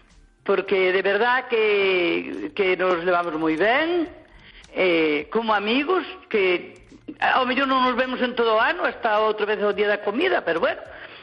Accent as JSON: {"language": "Galician", "town": "Cacheiras", "region": "Galicia", "country": "Spain", "moved": "yes", "lives_now": "Santiago de Compostela, Spain", "said": "Eu pois un sello de Teio, pero son de Cacheiras."}